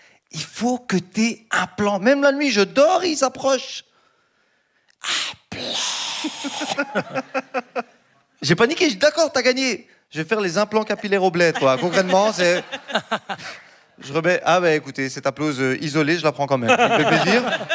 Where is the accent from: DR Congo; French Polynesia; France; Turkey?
Turkey; Les amis, je suis turc.